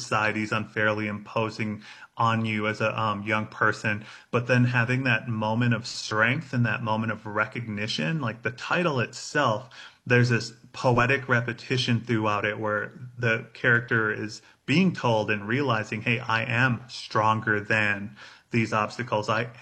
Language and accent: English; Red Lake Indian Reservation, Minnesota, United States; now in Denver, United States